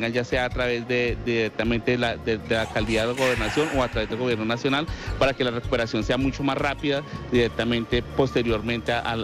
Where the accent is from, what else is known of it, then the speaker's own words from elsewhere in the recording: Tolima, Colombia; esa solidaridad tan que nos caracteriza a nosotros como colombianos, como tolimenses